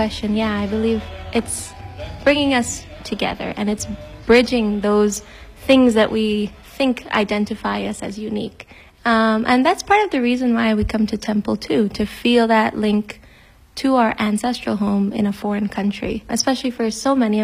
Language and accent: English; Guyana; now in Canada; Because we're from Guyana and the music there is a little more rural folk music. So when you come to Canada, you might look at those kinds of music